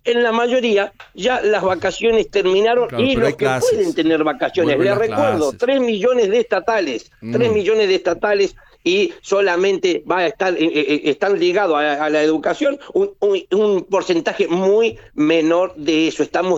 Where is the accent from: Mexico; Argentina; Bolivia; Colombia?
Argentina